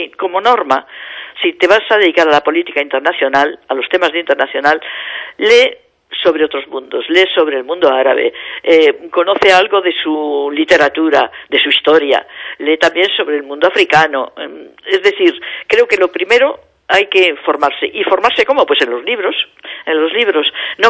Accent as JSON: {"language": "Spanish", "country": "Spain", "said": "lo que yo esperaría como española"}